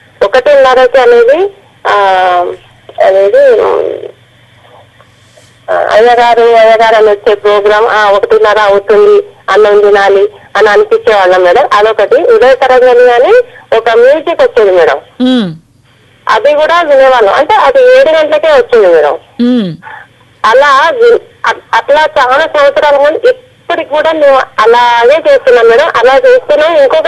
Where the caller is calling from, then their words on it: Kothagudem, Telangana, India; నేను కొత్తగూడెం బర్మకార్ నుంచి మాట్లాడుతున్నాను మేడం.